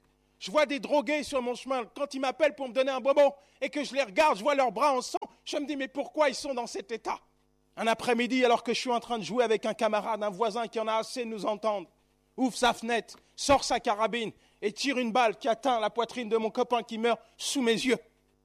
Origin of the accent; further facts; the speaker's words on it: La Courneuve, Île-de-France, France; j'ai grandi à la Courneuve.